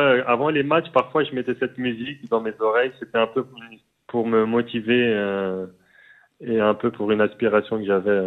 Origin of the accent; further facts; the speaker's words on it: Paris, Île-de-France, France; moved away as an adult; en tant que Parisien